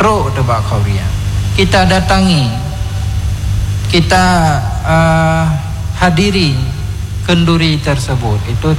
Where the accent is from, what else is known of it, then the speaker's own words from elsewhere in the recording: Aceh, Indonesia; Kebiasaan kita orang Aceh itu kalau sudah diundang itu serius.